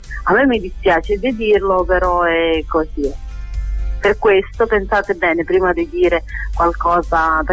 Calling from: Battipaglia, Campania, Italy; Italian is a second language; siamo da Battivaglia.

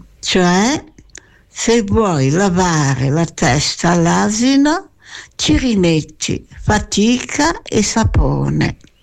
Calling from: Genoa, Liguria, Italy; 91 anni, da Genova.

